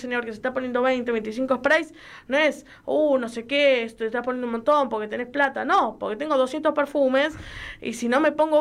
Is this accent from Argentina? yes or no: yes; Quilmes, Buenos Aires Province, Argentina; yo soy de Quilmes